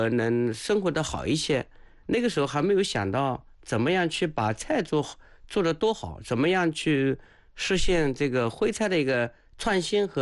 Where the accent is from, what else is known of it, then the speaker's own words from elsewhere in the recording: Anhui, China; moved away as an adult; also born or lived in Beijing; 作为一个安徽人